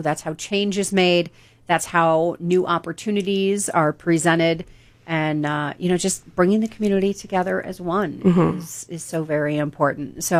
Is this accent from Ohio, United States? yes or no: yes; Lakewood, Ohio, United States; I grew up in Lakewood